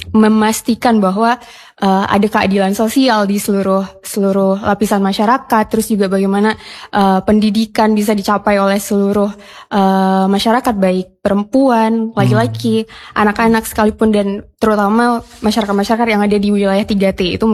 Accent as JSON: {"language": "Indonesian", "region": "Aceh", "country": "Indonesia", "said": "sebagai warga Aceh, Bang."}